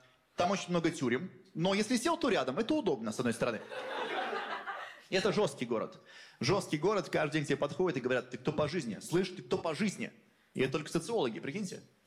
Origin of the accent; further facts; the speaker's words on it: Chita, Zabaykalsky Krai, Russia; moved away as an adult; now in Moscow, Russia; Я из Читы, но не все в Москве знают, что есть такой город. И когда я говорю, я из Читы, мне говорят, из какой Читы? Ну, из Читы Романовых, блин.